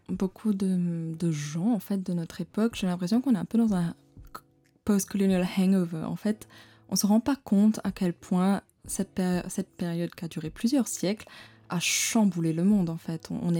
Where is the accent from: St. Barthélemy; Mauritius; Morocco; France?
Mauritius; et moi je me retrouve dedans avec des origines, très diverses, comme tous les Mauriciens. Enfin, mon père est d'origine asiatique, enfin, j'ai une grand-mère d'origine indonésienne, ma mère est allemande, je suis à Maurice